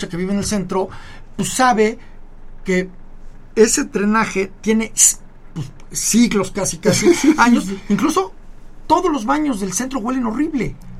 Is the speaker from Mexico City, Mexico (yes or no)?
no; Puebla, Mexico; ya como poblanos